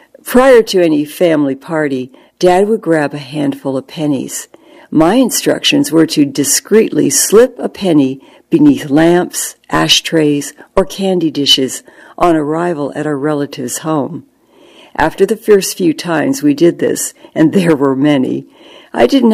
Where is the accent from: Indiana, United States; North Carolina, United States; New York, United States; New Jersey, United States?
New Jersey, United States; In the 1950s, when I was growing up in New Jersey's seashore suburbs, my father's motto was, "It's nice to be nice."